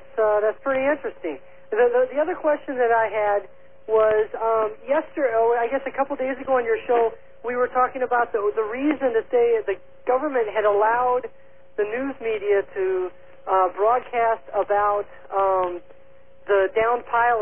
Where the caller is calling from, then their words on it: Honolulu, Hawaii, United States; I'm in Honolulu.